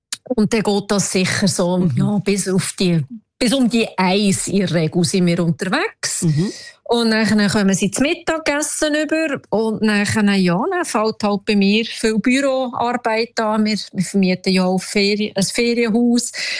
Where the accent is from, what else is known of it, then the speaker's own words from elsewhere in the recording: Romandy, Switzerland; first language French; German is a second language; moved away as an adult; now in Sweden; ich bin ja gebürtige Welsche, also Französisch meine Muttersprache